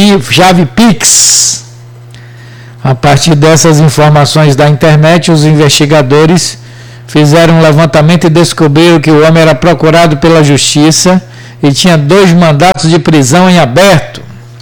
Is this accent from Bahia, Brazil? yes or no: yes; Maragogipe, Bahia, Brazil; moved away; Eu dei vontade de ir ver Maragogipe, minha terrinha, ontem.